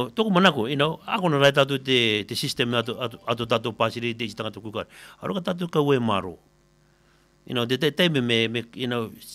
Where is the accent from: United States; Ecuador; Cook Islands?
Cook Islands; born there; moved away; I'm a Australian citizen, I'm a New Zealand citizen. Place of birth, Cook Island.